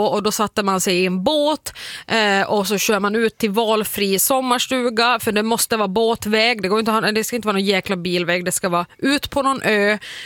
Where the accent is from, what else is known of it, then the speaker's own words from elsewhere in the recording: Finland; moved away as an adult; now in Sweden; när jag fortfarande bodde hemma i Finland. Jag flyttade till Sverige 2014. Men född och uppvuxen där.